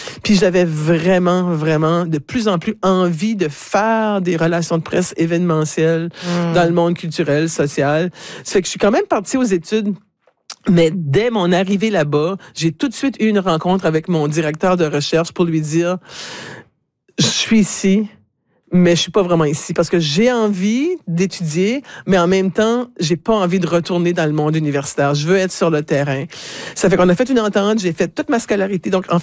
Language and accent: French; Moncton, New Brunswick, Canada; also born or lived in Dieppe; Ça fait que je suis revenue à chez moi à Moncton. Je vivais à Dieppe à ce moment-là. Donc, je suis revenue à Dieppe en juillet 2001, en fait.